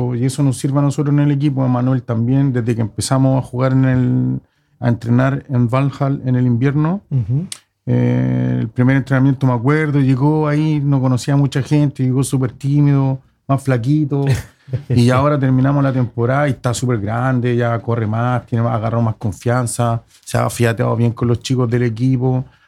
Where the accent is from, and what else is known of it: Concón, Valparaíso, Chile; born or raised there